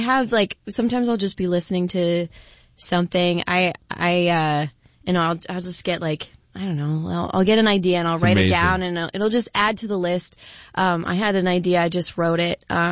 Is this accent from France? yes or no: no; Windsor, Ontario, Canada; A lot of times, like they'll be like, where are you from in Canada? I said, right next to Detroit.